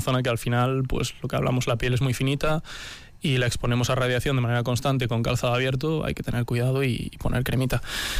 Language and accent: Spanish; Galicia, Spain